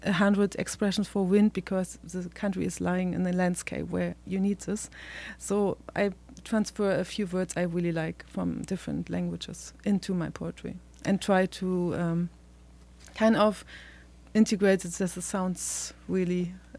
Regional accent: Halle, Saxony-Anhalt, Germany; moved away as an adult; when I left my hometown when I was 21. It was the former East Germany

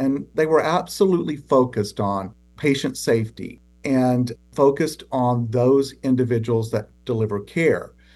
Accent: Tennessee, United States; I started out at the bedside as an emergency department nurse in a critical access hospital located in my hometown in Tennessee.

